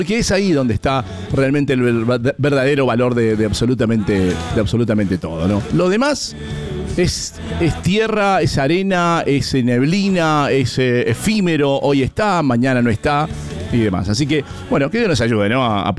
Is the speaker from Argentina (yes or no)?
yes; Mendoza, Argentina; somos como buenos mendocinos